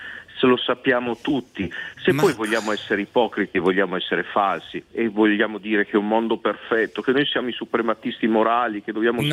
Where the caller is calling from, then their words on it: Reggio Emilia, Emilia-Romagna, Italy; Reggio Emilia.